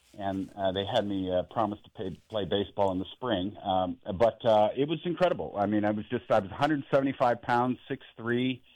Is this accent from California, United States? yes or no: yes; East Bay, California, United States; I grew up in Northern California, East Bay.